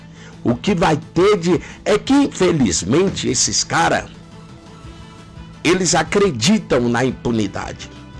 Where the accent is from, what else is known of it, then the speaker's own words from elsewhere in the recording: Eunápolis, Bahia, Brazil; also born or lived in Guaratinga; minha cidade natal. Fico triste também, saí de Guaratinga, eu tinha vindo de berço, né? Vim de berço para Eunápolis